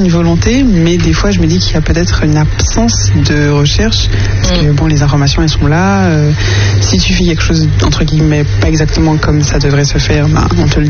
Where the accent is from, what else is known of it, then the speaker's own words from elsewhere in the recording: Martinique; en tant que martiniquais vivant en Martinique